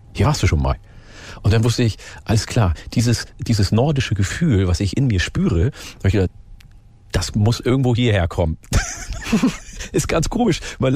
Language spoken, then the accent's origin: German; Ganderkesee, Lower Saxony, Germany; Ich bin ja in Falkenburg aufgewachsen, in der Gemeinde Ganderkesee. Und dort war ich im Plattdeutschen Kinderchor.